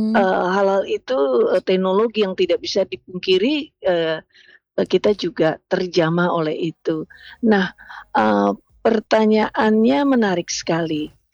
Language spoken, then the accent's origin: Indonesian; North Sumatra, Indonesia; Atau orang Batak, saya orang Batak tidak memahami bagaimana suku bangsanya.